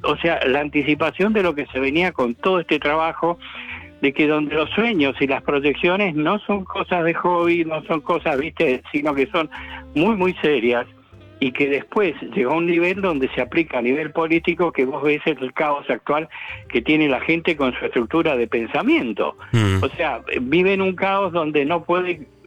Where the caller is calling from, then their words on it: Bahía Blanca, Buenos Aires Province, Argentina; de Bahía Blanca.